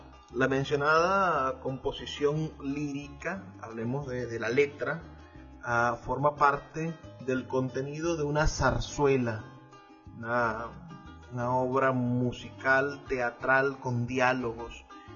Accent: Venezuela; esta canción que hoy nos convoca para reflexionar un poco sobre lo que somos como venezolanos

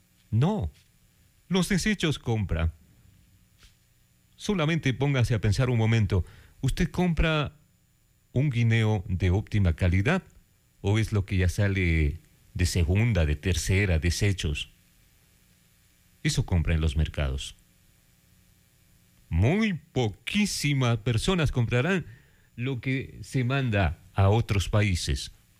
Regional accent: Ecuador

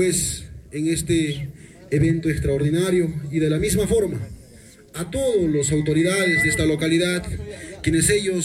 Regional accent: Coporaque, Cusco, Peru; Yo vengo de Cusco, Espinar, Coporaque.

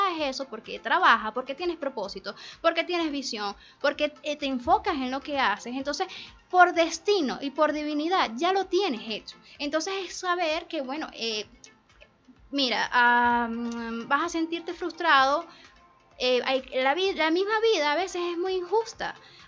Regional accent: Venezuela; Ese antes, ese luego afuera y ese volver a Venezuela y volver a creer en mi país y volver, es que me permite estar hoy acá sintiéndome orgullosa de decidir quedarme en mi país

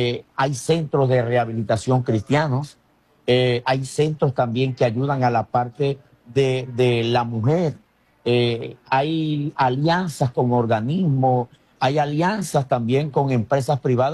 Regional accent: Venezuela; Somos venezolanos y aquí estamos haciendo esta marcha por Venezuela

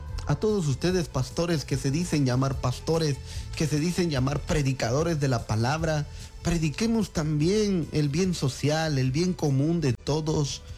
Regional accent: Baja Verapaz, Guatemala; now in Alta Verapaz, Guatemala; Yo no soy de Alta Verapaz, pero yo ya me considero vecino de Alta Verapaz. Yo soy de Baja Verapaz

